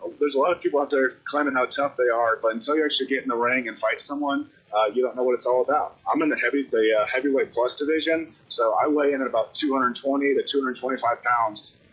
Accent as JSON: {"language": "English", "town": "Austin", "region": "Texas", "country": "United States", "tie": "born or raised there", "moved": "as an adult", "lives_now": "Charleston, United States", "said": "I grew up in Austin, Texas. I've been in Charleston for about 7 years."}